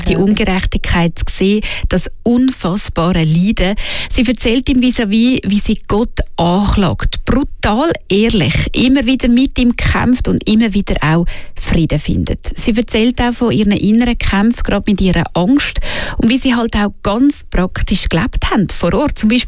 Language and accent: German; Switzerland